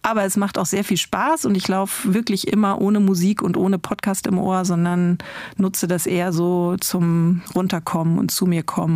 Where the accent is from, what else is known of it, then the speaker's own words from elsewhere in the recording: North Rhine-Westphalia, Germany; moved away; ich komme aus dem Münsterland